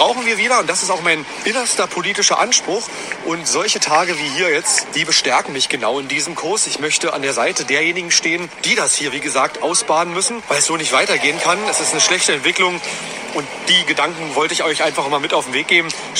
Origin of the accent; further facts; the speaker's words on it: Berlin, Germany; seine eigene Heimat, seine eigene Stadt nicht mehr wieder. Und das sage nicht nur ich, das sagen sehr viele alteingesessene Berliner.